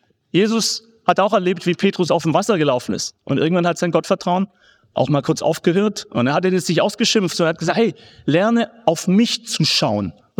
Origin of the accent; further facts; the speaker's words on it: Swabia, Germany; ich bin selber Schwabe.